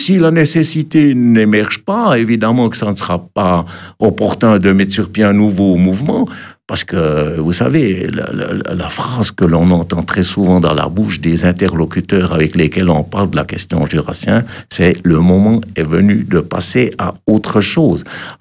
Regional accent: La Ferrière, Bern, Switzerland; moved away as an adult; also born or lived in Tramelan / Neuchâtel canton; now in La Neuveville, Switzerland; je suis profondément attaché au Jura bernois. Je suis né à La Ferrière, donc à l'extrême ouest de cette région. J'ai vécu au Reussy, un hameau de la commune de Tramelan. Et puis ensuite, j'ai connu un interben neuchâtelois qui a duré un quart de siècle.

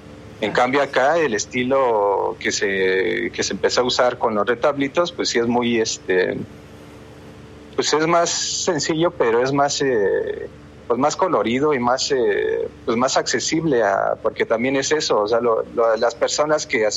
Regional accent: Mexico City, Mexico; yo de niño, de hecho, aquí en México, una de las iglesias o centros religiosos más famosos es la Basílica de Guadalupe. Y yo vivo cerca.

